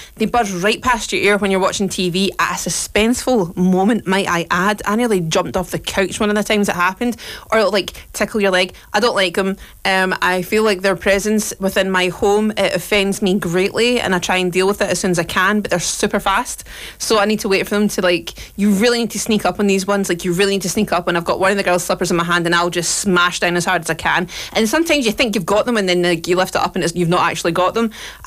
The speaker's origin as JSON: {"language": "English", "region": "Scotland", "country": "United Kingdom", "said": "I know being Scottish"}